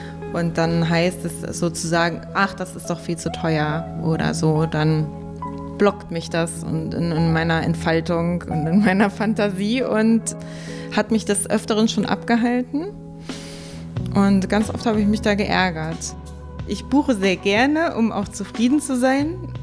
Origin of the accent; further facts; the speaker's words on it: Lower Saxony, Germany; now in Berlin, Germany; Ich bin im Westen aufgewachsen, in Niedersachsen